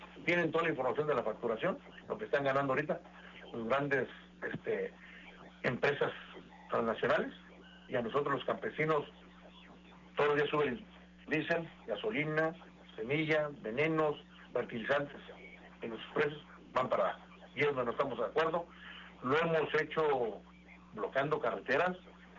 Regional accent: Estación Manuel, Tamaulipas, Mexico; de 28 pesos que estaba, hablo del precio de mi pueblo, Estación Manuel, hoy subió a 30 pesos el kilo.

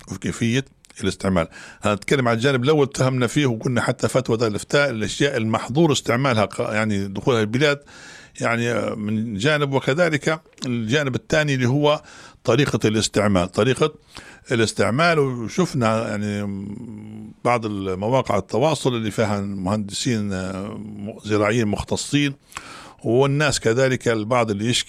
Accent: Libya; وإحنا كنا كليبيين نعرفوا استنزاف الأرض

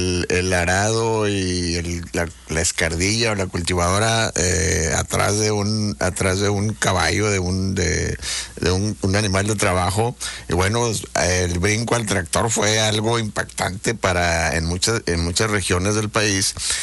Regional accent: Madera, Chihuahua, Mexico; moved away; soy originario de un medio rural, de otro estado, allá en Chihuahua, mi natal Chihuahua, pero siempre añorando y recordando la vida de la sierra y entre los pinos, porque mi pueblo está enclavado allá en el municipio de Madera, Chihuahua

